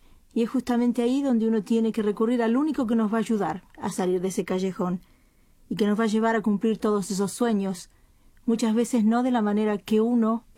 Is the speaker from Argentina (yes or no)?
yes; Argentina